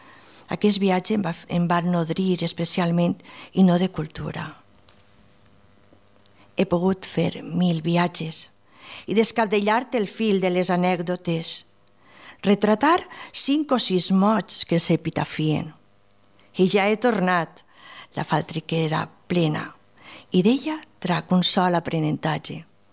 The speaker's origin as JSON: {"language": "Catalan", "region": "Valencian Community", "country": "Spain", "said": "Sant Jeroni, el meu poble"}